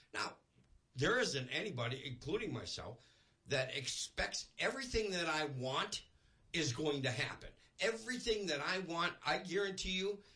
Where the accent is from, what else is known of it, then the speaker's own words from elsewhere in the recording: United States; it's a little bit discouraging for me because I'm part Canadian, okay, descendant. I'm all American, first of all.